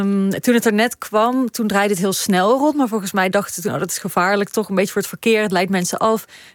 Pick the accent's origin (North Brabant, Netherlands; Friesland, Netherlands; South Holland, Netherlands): North Brabant, Netherlands; Tilburg; Ik ben opgegroeid in Tilburg.